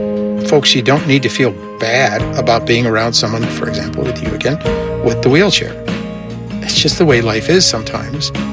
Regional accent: Wisconsin, United States; born or raised there

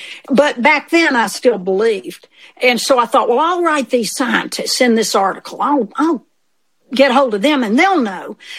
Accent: Elkmont, Tennessee, United States; They knew I was from Elkmont.

